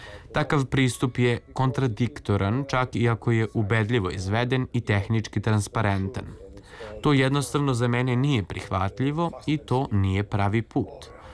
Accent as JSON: {"language": "Serbian", "town": "Gdańsk", "region": "Pomeranian Voivodeship", "country": "Poland", "tie": "born or raised there", "second_language": "Serbian", "said": "U međuvremenu sam u obližnjoj crkvi u mom rodnom gradu Gdansku upoznao zvuk orgulja"}